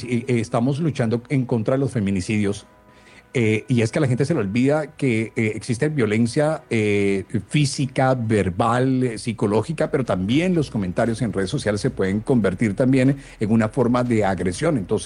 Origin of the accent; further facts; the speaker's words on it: Barranquilla, Atlántico, Colombia; me siento orgulloso de ser caribeño, me siento orgulloso de mi Carnaval de Barranquilla